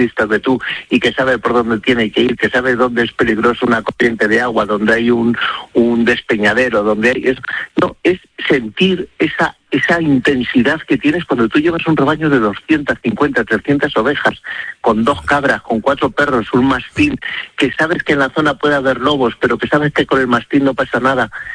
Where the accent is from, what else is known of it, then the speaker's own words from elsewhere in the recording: Castile and León, Spain; also born or lived in Madrid; Pero bueno, ¿cómo no lo voy a conocer si es mi tierra? Si es que yo me crié tirando cantos a los del pueblo de arriba, a los de Navasequilla, y los de la Lastra me tiraban cantos a mí